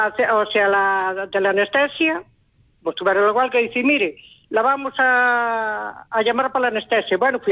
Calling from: Pontevedra, Galicia, Spain; Mire, llamo de aquí, de Lérez.

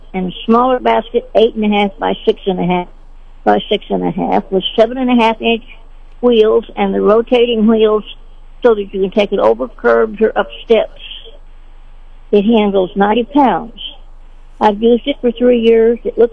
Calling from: Sedalia, Missouri, United States; I'm calling from Sedalia.

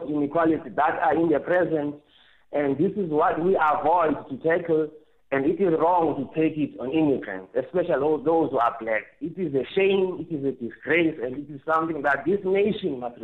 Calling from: Northern Cape, South Africa; I'm here from the Northern Cape.

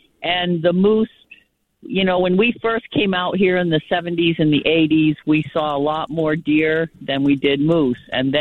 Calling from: Hancock County, Maine, United States; we've been out here in Township 32 for 52 years

